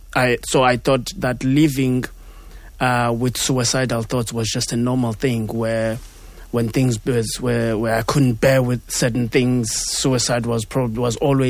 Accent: South Africa; as a South African

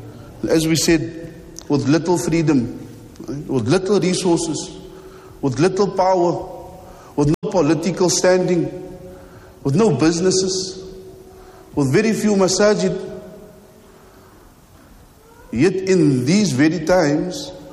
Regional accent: Egypt; moved away as an adult; I recall the story in my first year when I came from Egypt.

